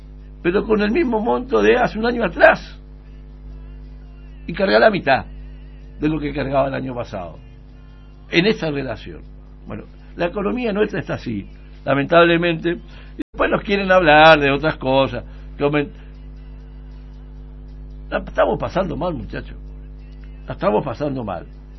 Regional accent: Chaco, Argentina

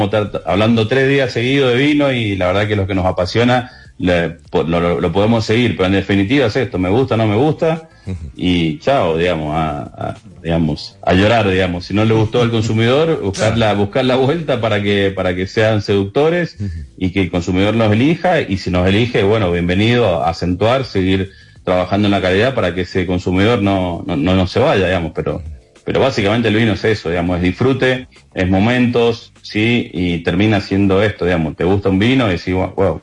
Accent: Mendoza, Argentina

